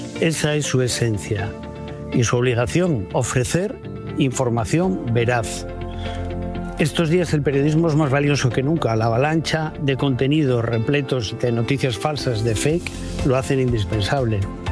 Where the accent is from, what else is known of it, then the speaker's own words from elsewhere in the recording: Asturias, Spain; Que sea mi tierra la que me concede este reconocimiento, me hace pensar que al menos en parte algo de ese compromiso he conseguido llegar a cabo.